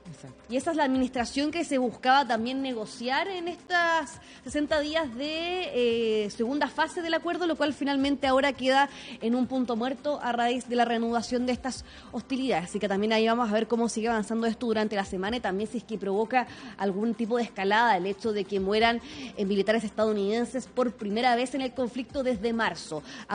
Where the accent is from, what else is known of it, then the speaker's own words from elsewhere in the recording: Chile; pese a que nosotros como chilenos, que estamos acostumbrados también a los sismos